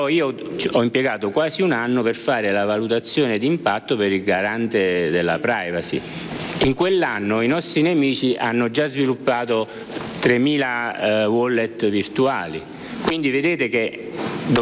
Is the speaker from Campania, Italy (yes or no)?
yes; Naples, Campania, Italy; io sono napoletano, quindi facciamo l'esempio, l'esempio della camorra.